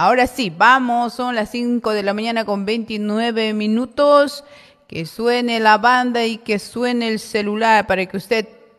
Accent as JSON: {"language": "Spanish", "town": "Challapata", "region": "Oruro", "country": "Bolivia", "said": "Yo soy de Oruro, soy de la provincia Eduardo Abaroa de Chayapata."}